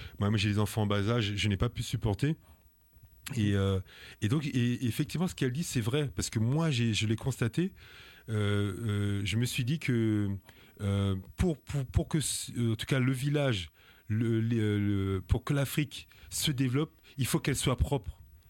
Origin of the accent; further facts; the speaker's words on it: Paris, Île-de-France, France; moved away as an adult; now in Guadeloupe; moi, je suis expert comptable en Guadeloupe. Je suis ce qu'on appelle un négropolitain. Je suis né à Paris, j'ai grandi à Paris. Et moi, je suis retourné en Guadeloupe pour être expert comptable.